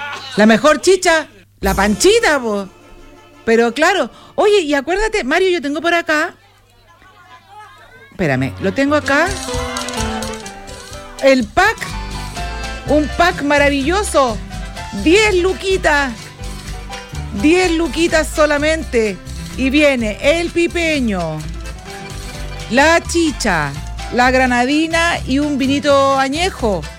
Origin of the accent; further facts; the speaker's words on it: Chile; Somos chilenos